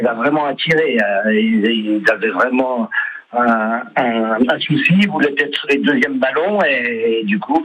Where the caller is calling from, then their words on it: Metz, Grand Est, France; je suis assez loin, je suis à Metz.